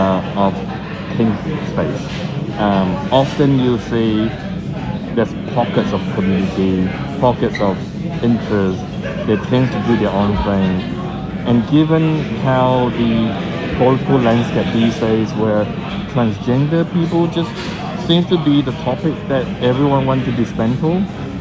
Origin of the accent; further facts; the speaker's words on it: Christchurch, Canterbury, New Zealand; No, I'm not from Auckland. I'm from Ōtautahi, Christchurch.